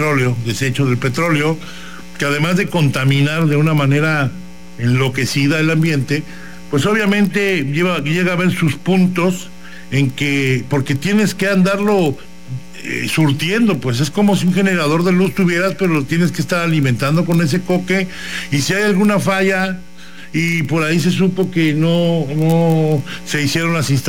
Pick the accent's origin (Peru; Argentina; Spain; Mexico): Mexico; me refiero a la historia que somos los mexicanos, y no nada más los mexicanos, o sea, esto lo traemos desde antes de ser pues nosotros somos criollos, somos una mezcla, ¿no?, de sangre ya